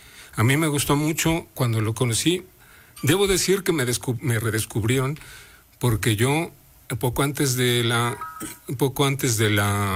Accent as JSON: {"language": "Spanish", "region": "Puebla", "country": "Mexico", "moved": "as an adult", "lives_now": "Spain", "said": "yo soy poblano."}